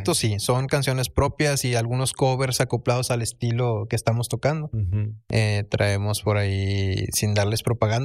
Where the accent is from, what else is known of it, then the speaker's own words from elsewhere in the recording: Linares, Nuevo León, Mexico; Todos somos de Linares, sí.